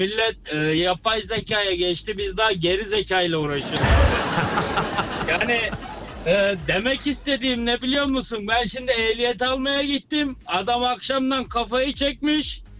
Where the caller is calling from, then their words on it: Berlin, Germany; Berlin'den.